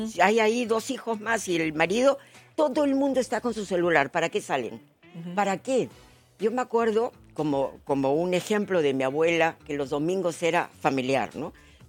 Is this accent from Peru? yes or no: yes; Peru; sí, soy peruana.